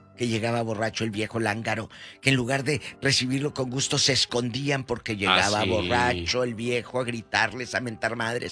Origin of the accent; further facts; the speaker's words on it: Matamoros, Tamaulipas, Mexico; moved away; en mi tierra, en mi Matamoros querido